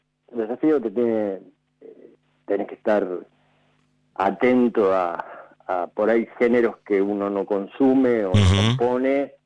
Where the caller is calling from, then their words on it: González Catán, Buenos Aires Province, Argentina; De González Catán.